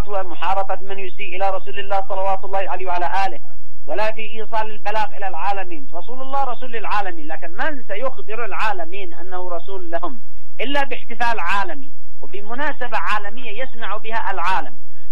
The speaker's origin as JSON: {"language": "Arabic", "country": "Yemen", "said": "نحن كشعب يمني"}